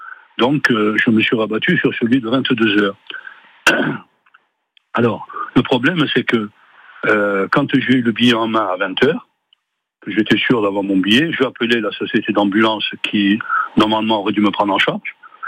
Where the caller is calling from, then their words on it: Corsica, France; j'habite à la Plaine de Père, c'est à peu près 10 km de l'aéroport.